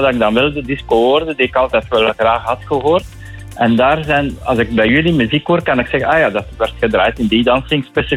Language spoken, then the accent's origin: Dutch; Flanders, Belgium; ik kom uit de streek van Dendermonde-Aalst